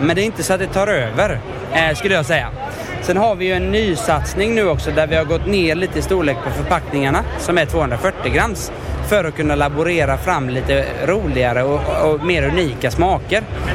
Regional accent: Vetlanda, Jönköping County, Sweden

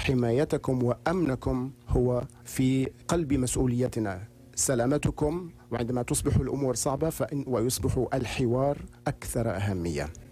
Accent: Saudi Arabia; كسعوديين نحن لا نهاب، ونحن أصحاب عزيمة أننا سوف نثبت هذا للعالم كله.

